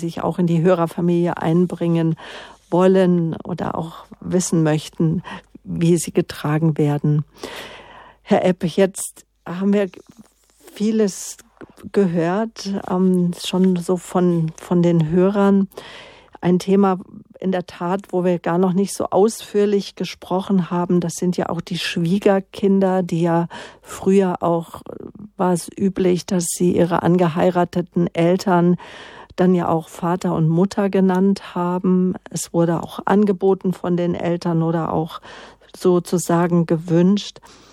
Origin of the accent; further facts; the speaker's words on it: Munich, Bavaria, Germany; Ja, genau, wenn ich mal wieder hinkomme hier als Münchner.